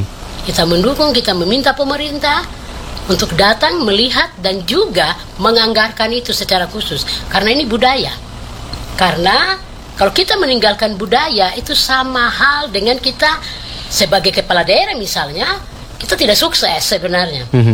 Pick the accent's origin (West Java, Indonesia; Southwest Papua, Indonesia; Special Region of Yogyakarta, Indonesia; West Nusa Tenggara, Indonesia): Southwest Papua, Indonesia; saya orang Sorong Selatan